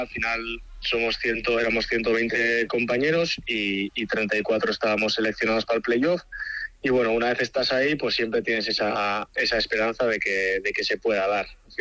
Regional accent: Basque Country, Spain; yo en ese momento jugaba en un club de barrio de mi pueblo y bueno, pues tenía tiempo los fines de semana, de estudios iba bien, lo sacaba sin problemas y era como, joder, pues tengo tiempo el finde y vi una noticia en la web de la Federación Guipuzcoana

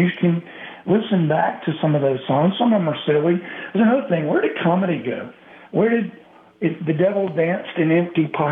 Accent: Texas, United States; Where I grew up in East Texas, we had equal parts Mexican and great Cajun food.

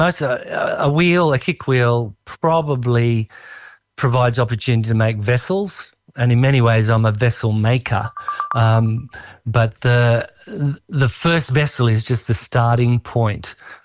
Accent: Wagga Wagga, New South Wales, Australia; moved away; I was born and raised in Wagga, so not too far away.

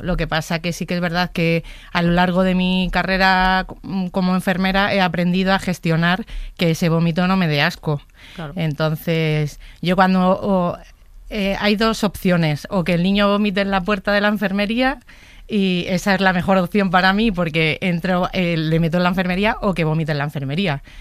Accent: Madrid, Community of Madrid, Spain; Perfecto. Porque soy de Madrid.

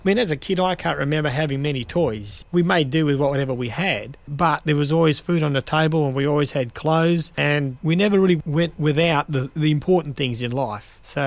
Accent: Harvey, Western Australia, Australia; I grew up in Uduck Road. I was one of the Uduck Road kids.

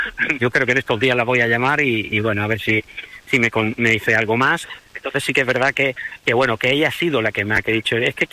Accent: Ceuta, Spain; los que somos ceutíes, siempre con personas de origen marroquí o de origen árabe, nacidas en Ceuta, son amigos, compañeros

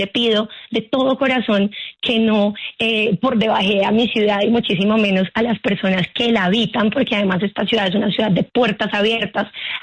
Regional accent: Bogotá, Colombia; born there; Yo, si bien nací en Bogotá, Bogotá también tiene una cantidad de problemáticas y tiene la Colombia profunda de la que tanto hablamos.

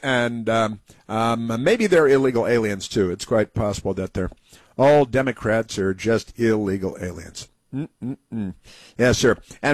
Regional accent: United States

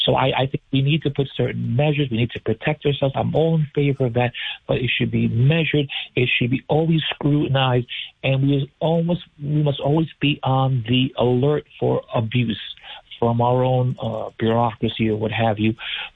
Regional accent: New York, United States; He's sort of anathema to many of the beliefs that I have, both as a New Yorker and as an American.

